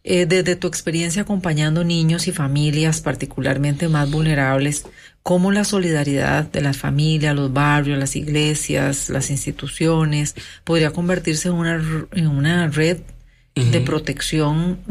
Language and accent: Spanish; Costa Rica